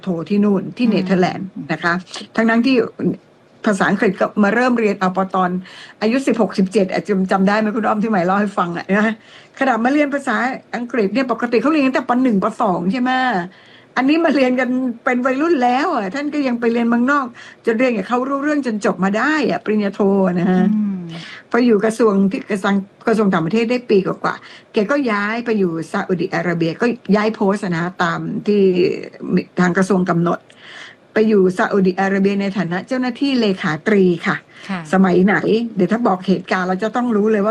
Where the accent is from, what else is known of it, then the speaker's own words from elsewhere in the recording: Isan, Thailand; จากลูกอีสานมีโอกาสได้เรียนหนังสือแค่ชั้นป.4ผมก็มาบวชเนนหาความรู้ให้ตัวเองบวชเนนอยู่10ปีเลยนะคะ